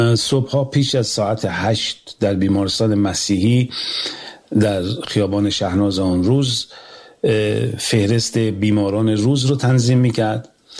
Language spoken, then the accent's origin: Persian; Iran; born there; زادگاه من شهر سمیلوم، شهری که در آن نابرابری و بی‌عدالتی نه مفهومی انتزاعی بلکه بخشی عریان و روزمره از زندگی مردم بوده و هست.